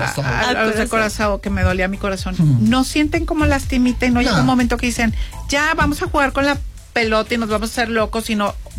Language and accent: Spanish; Mexico; Como mexicanos, yo creo que tenemos que echar buena vibra.